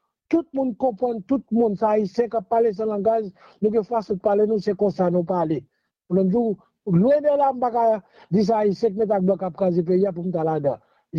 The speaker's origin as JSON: {"language": "French", "country": "Haiti", "said": "Moi-même, je suis haïtien, je suis Haïti, je suis mes pays."}